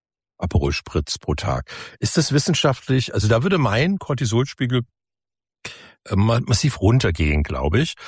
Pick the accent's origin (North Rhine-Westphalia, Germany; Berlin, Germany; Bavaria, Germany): Bavaria, Germany; Munich; wo ich als Münchner ja manchmal hinfahre